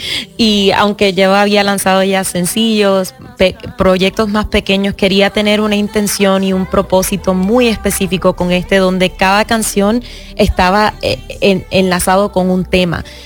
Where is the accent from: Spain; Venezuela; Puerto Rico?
Puerto Rico; van a haber más boricuas en mi proyecto, porque yo crecí en Puerto Rico, exacto, o sea, hay mucho sazón caribeño ahí.